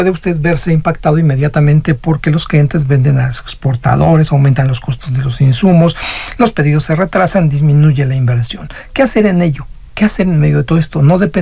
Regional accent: Mexico; Al final del día, pues somos un empresario mexicano que tiene las condiciones reales de la economía en este país.

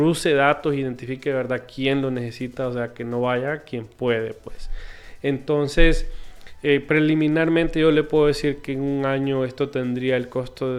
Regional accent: Honduras

